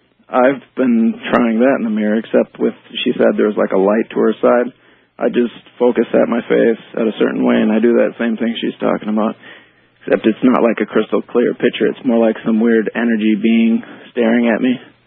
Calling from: Saint Paul, Minnesota, United States; from St. Paul.

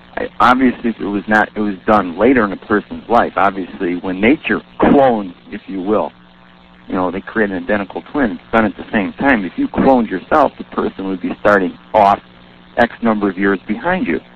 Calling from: Fargo, North Dakota, United States; from Fargo.

